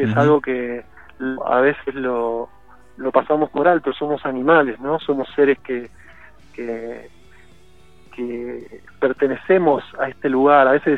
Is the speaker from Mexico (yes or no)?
no; Buenos Aires, Argentina; moved away as an adult; yo crecí ahí, tuve 4 décadas viviendo